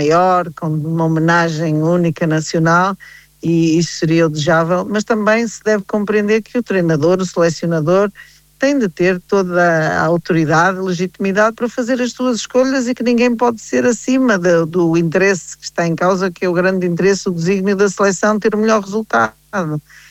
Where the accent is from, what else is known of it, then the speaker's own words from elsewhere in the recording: Portugal; E a mim, enquanto português, enquanto fã incondicional do futebol português, isto deixa-me triste